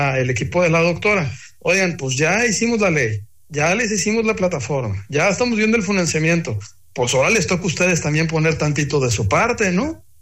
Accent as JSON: {"language": "Spanish", "town": "Tijuana", "region": "Baja California", "country": "Mexico", "said": "Tijuana, de donde somos nosotros, ahí de Tierra Bendita, también fronterizo, donde empieza la patria."}